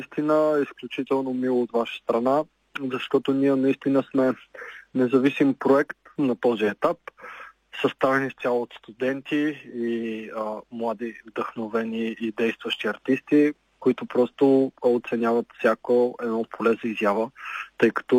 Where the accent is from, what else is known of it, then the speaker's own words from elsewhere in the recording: Sofia, Sofia City, Bulgaria; съм от София.